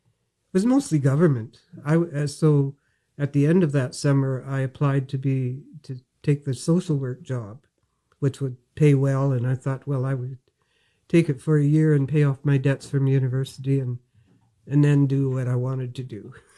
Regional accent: Quesnel, British Columbia, Canada; moved away as an adult; And I lived in Quesnel. I grew up in Quesnel, okay, which is not that far from Dawson Creek.

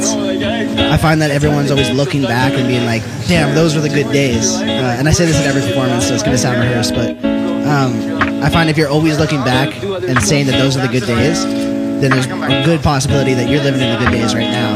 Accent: Dawson City, Yukon, Canada; moved away; It's like, man, I'm like actually grew up here.

